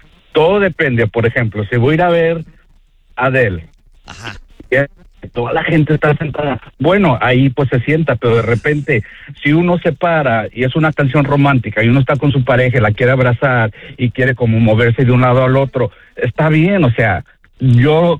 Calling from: Phoenix, Arizona, United States; hablo de Arizona, Phoenix.

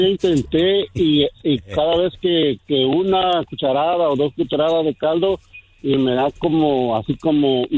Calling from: Guerrero, Mexico; De Guerrero.

